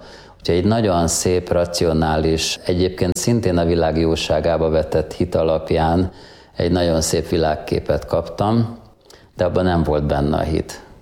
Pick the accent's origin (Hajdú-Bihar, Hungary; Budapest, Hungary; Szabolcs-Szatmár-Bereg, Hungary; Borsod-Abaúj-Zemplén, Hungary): Budapest, Hungary; born there; Budapesten születtem. Családom katolikus.